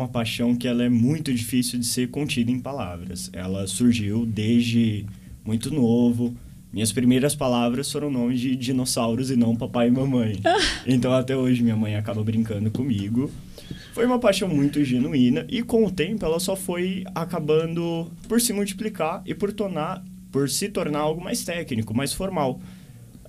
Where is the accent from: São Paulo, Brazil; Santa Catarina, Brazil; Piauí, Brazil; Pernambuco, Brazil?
São Paulo, Brazil; moved away as an adult; now in Monte Alto, Brazil; Eu sou de São Paulo